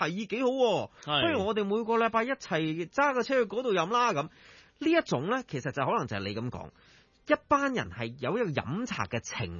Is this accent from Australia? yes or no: yes; Australia; 我记得我嗰阵时细个喺澳洲嘅时候咧，系经历过一次